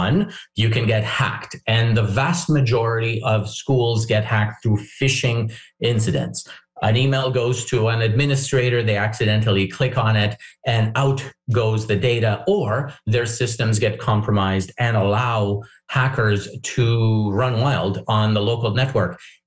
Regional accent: Canada; it's our right as Canadian parents to ask these questions.

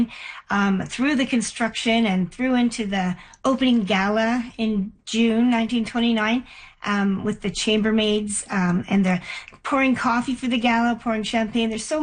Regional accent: Toronto, Ontario, Canada; moved away; it's a city where I grew up

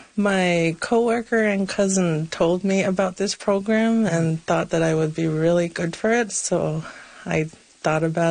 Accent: Natuashish, Newfoundland and Labrador, Canada; I'm from Natwashish. I've been working with the school in Natwashish since 2008.

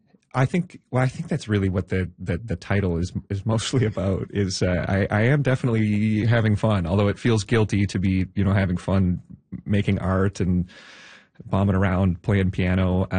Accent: Nova Scotia, Canada; I grew up in Nova Scotia, so most of the folks I know are within an hour's drive of downtown Halifax.

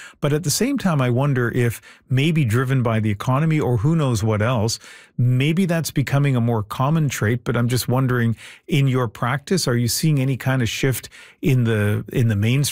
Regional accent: New Brunswick, Canada; But when I think of PEI, and I grew up next door in New Brunswick, mm-hmm.

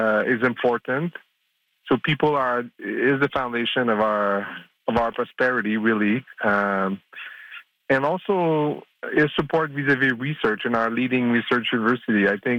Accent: Canada; gives me a lot of pride as a Canadian.

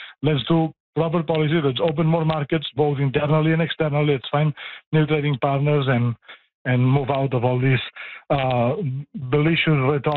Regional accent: Canada; We are Canadian, we are not American, and we're never going to let the Americans annex us

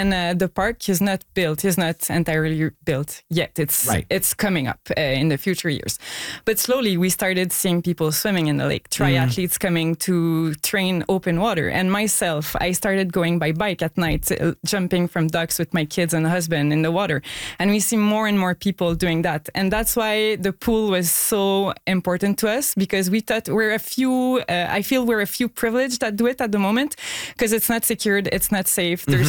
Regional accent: Montreal, Quebec, Canada; we grew up in Lachine. It was part of the identity

